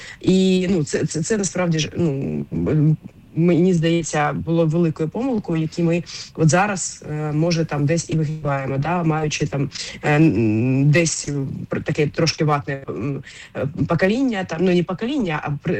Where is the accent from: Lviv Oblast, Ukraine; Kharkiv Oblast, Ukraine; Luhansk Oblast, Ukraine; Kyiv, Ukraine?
Kharkiv Oblast, Ukraine; Kharkiv; я сама із Харкова, і я ще ну жила там геть недалеко від цього будинку